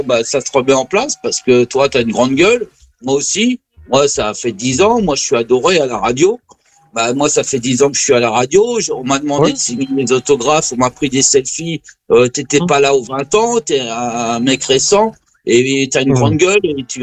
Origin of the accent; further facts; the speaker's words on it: France; parce que moi je suis un Français de souche